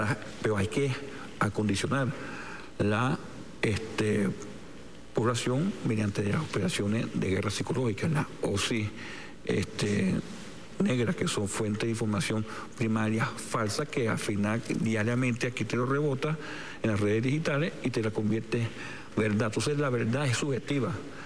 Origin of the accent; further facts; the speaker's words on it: Venezuela; nosotros somos países caribeños, venezolanos, somos así, chicharracheros